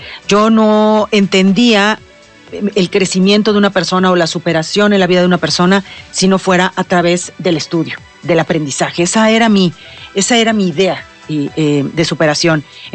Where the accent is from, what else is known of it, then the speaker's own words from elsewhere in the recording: Teziutlán, Puebla, Mexico; moved away as an adult; now in Puebla, Mexico; yo nací en la Sierra Norte del estado, en Teciutlán. Yo soy una mujer de la sierra